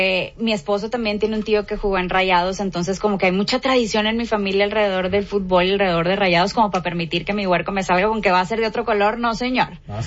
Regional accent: Monterrey, Nuevo León, Mexico; Nos encanta verlos, nos encanta, es que si somos los regios

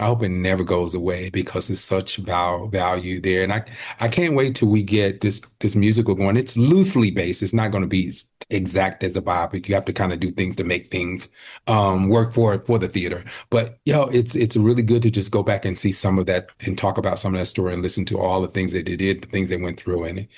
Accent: Carolina, United States; now in Chicago, United States; When I go home, when I say go home, of course I live in Chicago, but I'm from Carolina.

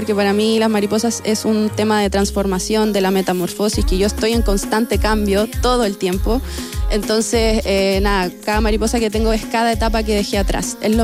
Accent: Curicó, Maule, Chile; me gusta que la gente vea de dónde yo vengo, que me crié en el campo, soy de Los Niches, Curicó

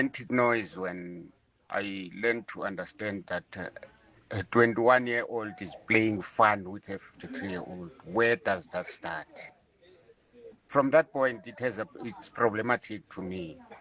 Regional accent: Indwe, Eastern Cape, South Africa; I'm 56 years old. Here in my hometown of Indwe in the Eastern Cape, I grew up here and I've never witnessed this thing.

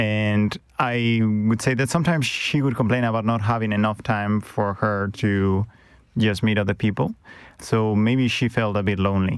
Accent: Madrid, Community of Madrid, Spain; English is a second language; now in United States; I grew up in Madrid, and I studied journalism in Madrid.

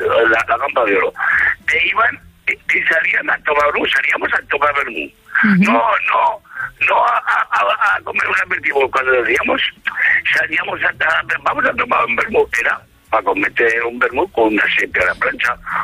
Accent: Gallur, Aragon, Spain; eso no lo he comido más que en mi pueblo, en Gallur.

